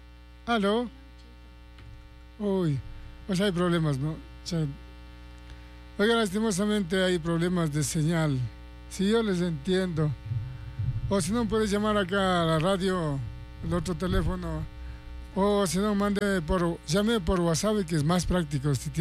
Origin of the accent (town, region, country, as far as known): Ecuador